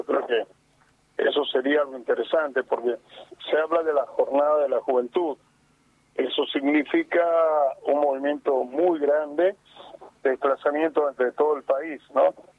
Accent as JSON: {"language": "Spanish", "region": "Tucumán", "country": "Argentina", "tie": "born there", "said": "La parte de atrás del aeropuerto es un pueblo donde yo nací."}